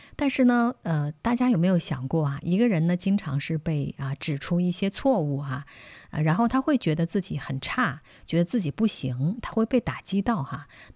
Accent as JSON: {"language": "Chinese", "country": "China", "said": "我们中国父母啊"}